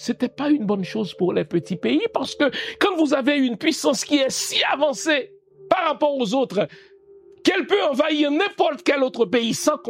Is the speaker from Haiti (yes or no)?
yes; Haiti; Je commençais par vous dire, je ne suis pas plus pro-chinois que pro-américain, je suis haïtien.